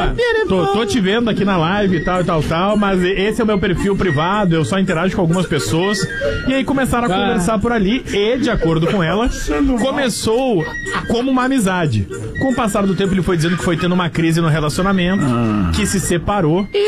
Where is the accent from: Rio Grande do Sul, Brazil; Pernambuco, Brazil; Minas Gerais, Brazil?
Rio Grande do Sul, Brazil; Torres; now in Porto Alegre, Brazil; sou de Torres, mas atualmente eu tô morando em Porto Alegre.